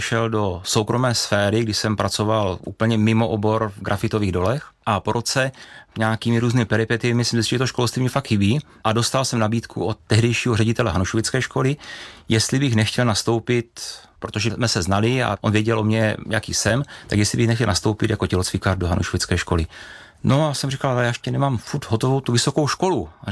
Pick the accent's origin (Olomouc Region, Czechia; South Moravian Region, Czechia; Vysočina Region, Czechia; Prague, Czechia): Olomouc Region, Czechia; Šumperk; born there; also born or lived in Staré Město; Já jsem se narodil v Šumperku, což je okresní město tam celé oblasti, no bývalé okresní město. Někdy v 99. roce jsem se přestěhoval do Starého Města. Tam jsem působil, nebo žil 10 let.